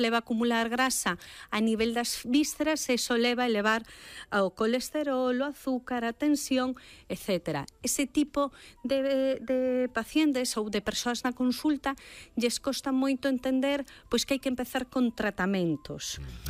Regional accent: Galicia, Spain; Vou responder como moi galega.

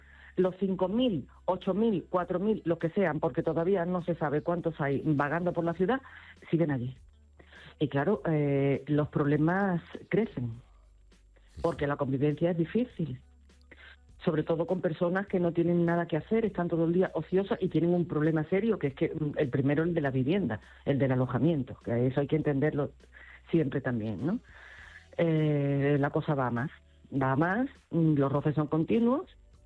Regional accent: Ceuta, Spain; born there; now in Caldas de Reis, Spain; Yo digo los ceutis porque yo nací allí, pero que quede claro que mis padres fueron emigrantes gallegos allí y yo sigo siendo gallega, ¿vale? Por parte de padre y de madre. Y tengo aquí mi casa, que es donde estoy ahora, en Caldas de Rey, y mi familia. Y me siento igual de gallega que de ceutí.

